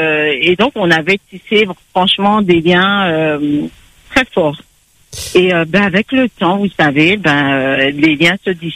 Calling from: Guadeloupe; je viens de la Guadeloupe.

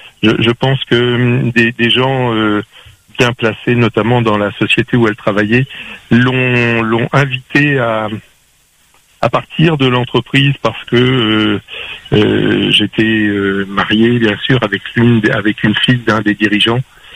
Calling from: France; ligne, je vous appelle de Métropole.

